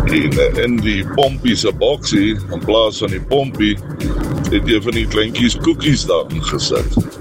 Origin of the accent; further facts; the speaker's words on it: Gauteng, South Africa; Ek is van die Oosrand.